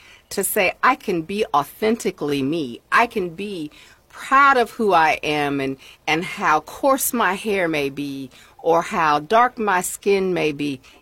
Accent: Indiana, United States; moved away as an adult; I'm from Indiana.

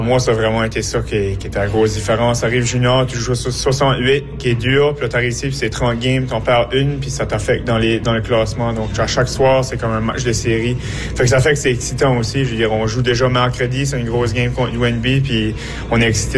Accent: New Brunswick, Canada; Moi, je suis acadien, je viens d'ici la région. J'ai grandi en écoutant

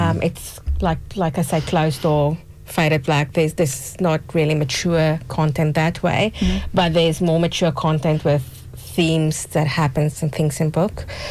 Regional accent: South Africa; Well, growing up in South Africa, you always had something to drink in your hand and something to eat in the other hand.

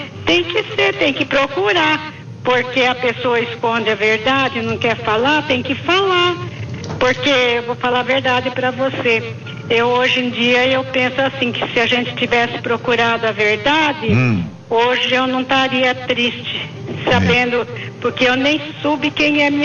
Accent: Penápolis, São Paulo, Brazil; born there; now in Jundiaí, Brazil; Penápolis.

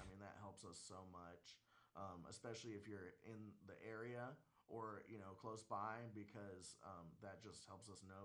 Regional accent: Chattanooga, Tennessee, United States; We are called … We're from Chattanooga, and thanks for listening to us.

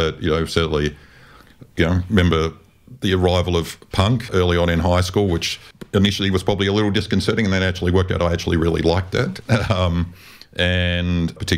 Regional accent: Adelaide, South Australia, Australia; I grew up in Adelaide

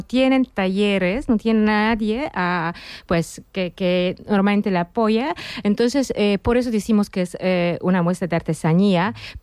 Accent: Kraków, Lesser Poland, Poland; Spanish is a second language; now in Madrid, Spain; yo vengo de Madrid, pero yo soy de Cracovia, entonces del sur de Polonia

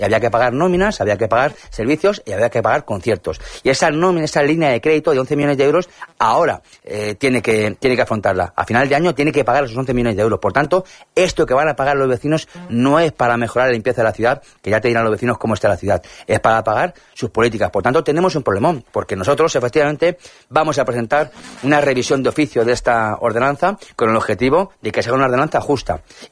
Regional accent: Torrejón de Ardoz, Community of Madrid, Spain; Yo soy de Torrejón de toda la vida

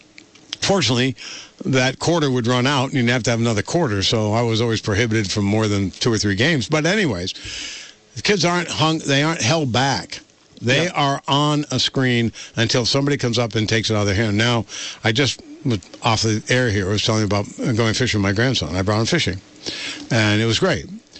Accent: Dorset, Vermont, United States; as a kid growing up in South Dorset in the early 50s.

